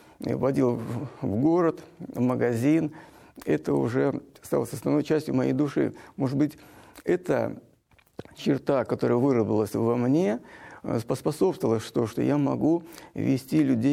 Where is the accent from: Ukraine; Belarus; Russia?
Belarus; Grodno, Grodno Region; born there; Я родился в городе Гродно.